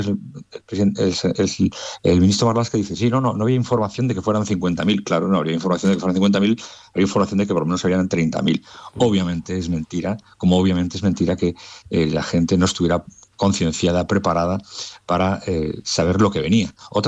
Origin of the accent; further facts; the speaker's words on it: Canary Islands, Spain; Mi familia es de Canarias, yo soy de Canarias, por tanto sé lo que es la inmigración ilegal en el Hierro y en otras partes.